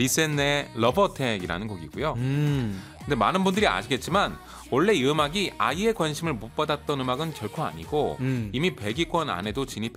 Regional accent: Seoul, South Korea; 고향이 서울

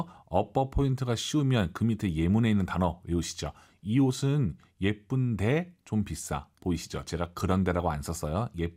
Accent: South Korea; 우리 한국인 입장에서는 이거를 주의하다라 외우면은 휴식에 주의하다 말이 이상해요.

